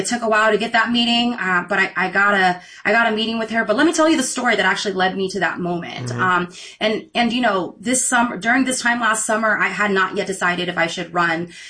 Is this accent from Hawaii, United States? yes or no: no; Sacramento, California, United States; I grew up in South Sacramento. I'm the oldest of 16 kids in my family. I grew up on food stamps